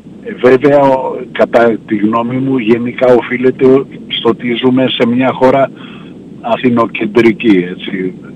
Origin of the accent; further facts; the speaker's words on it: Thessaloniki, Central Macedonia, Greece; moved away as an adult; now in Athens, Greece; είναι η πόλη μου, τόπος που μεγάλωσα